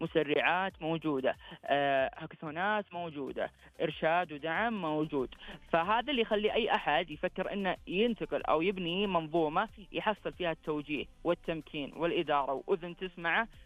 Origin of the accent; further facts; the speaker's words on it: Saudi Arabia; هذا حلم لنا احنا كسعوديين،